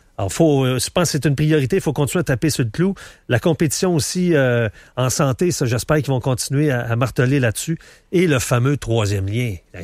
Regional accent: Thetford Mines, Quebec, Canada; Oui, c'est ma ville natale. C'est Black Lake, c'est Thetford, c'est cette région-là

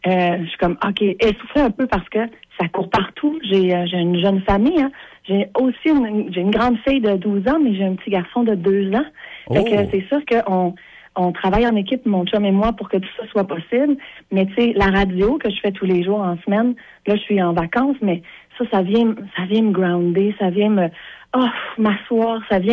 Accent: Quebec, Canada

